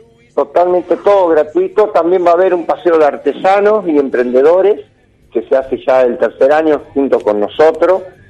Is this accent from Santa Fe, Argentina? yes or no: yes; Santa Fe, Argentina; La agrupación originalmente somos todos de Santa Fe, pero tenemos sede en Montevera.